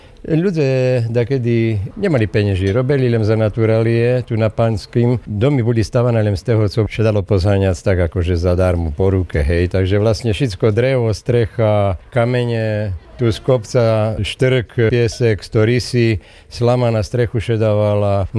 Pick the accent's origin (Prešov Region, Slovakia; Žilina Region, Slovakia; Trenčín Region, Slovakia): Prešov Region, Slovakia; U nás v Šarišu šetému útorí, že komenciaši, to je taký ten šarišský výraz